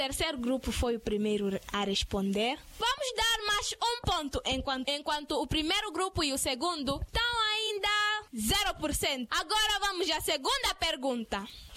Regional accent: Mozambique; Não só como crianças, mas também como moçambicanos.

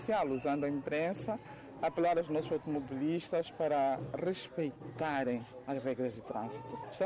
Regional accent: Mozambique; como moçambicanos, como concidadãos

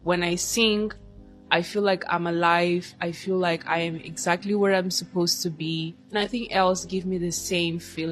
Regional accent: Mozambique; now in Warsaw, Poland

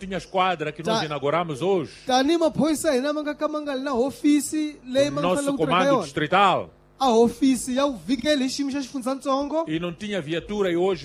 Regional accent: Mozambique; Dói a todos nós como moçambicanos.

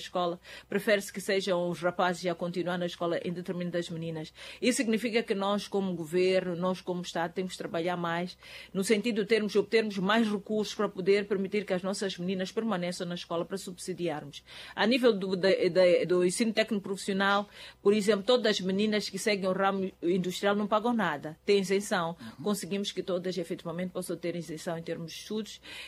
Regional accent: Mozambique; aquilo que nós todos como moçambicanos temos que lutar para podermos desenvolver nos próximos 10 anos

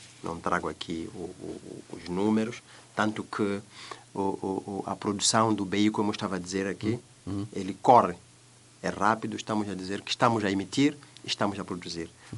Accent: Mozambique; nós somos moçambicanos.

